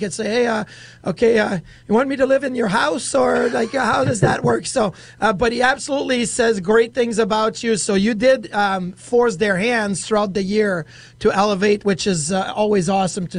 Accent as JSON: {"language": "English", "town": "Quebec City", "region": "Quebec", "country": "Canada", "tie": "born or raised there", "said": "in my hometown of Quebec City?"}